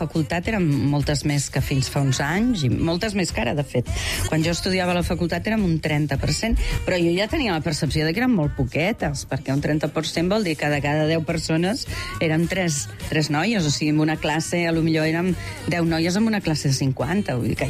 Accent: Figueres, Catalonia, Spain; now in Barcelona, Spain; jo vaig venir a estudiar de Figueres a Barcelona

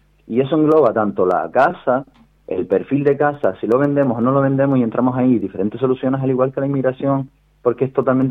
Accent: Telde, Canary Islands, Spain; now in Los Giles, Spain; Yo estoy oriundo de Telde, me crié, y ahora, bueno, ahora estoy temporalmente en Los Giles.

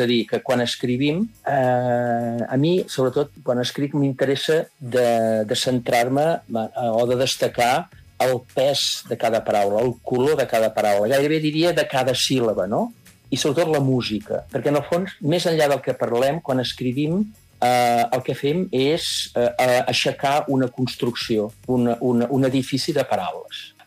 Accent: Taradell, Catalonia, Spain; només al meu poble de Taradell, doncs soc, ja hi ha dues, diguem-ne, finques que s'han convertit en camps de golf

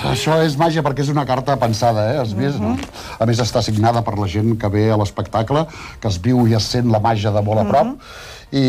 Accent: Bràfim, Catalonia, Spain; Sí, jo soc de Bràfim, és un poblet de 700 habitants

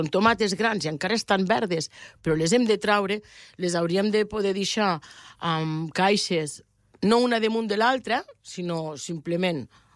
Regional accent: Algerri, Catalonia, Spain; Jo soc d'Algerri, les tinc allí molt a mà.

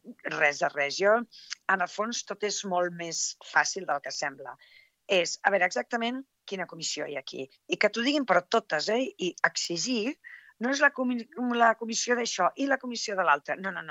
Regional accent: Tarragona, Catalonia, Spain; also born or lived in Morella / London; Jo soc de Tarragona, meitat de Tarragona, meitat de Morella, i Tarragona m'assembla una ciutat més gran, no?

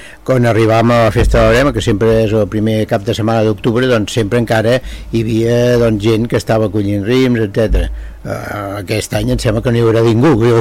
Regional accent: Castellgalí, Catalonia, Spain; born there; also born or lived in Garriguella; jo som nascut a Castellgalí.

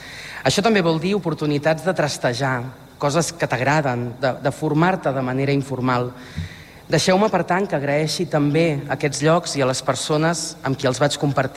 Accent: Molins de Rei, Catalonia, Spain; Fa 44 anys que vaig néixer a Molins de Rei, a la clínica

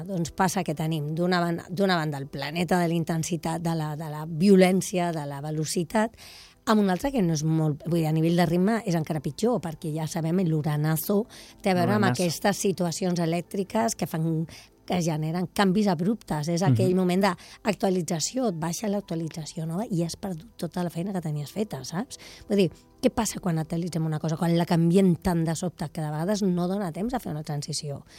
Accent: Mataró, Catalonia, Spain; que jo soc de Mataró, ja ho saps.

